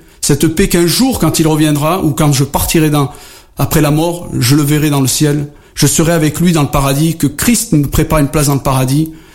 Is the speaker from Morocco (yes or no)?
no; Algeria; depuis que j'ai donné ma vie à Jésus-Christ, je suis toujours un arabe, j'aime toujours mes compatriotes, et que je suis algérien, et que je le resterai jusqu'à la fin de mes jours, et j'en suis fier.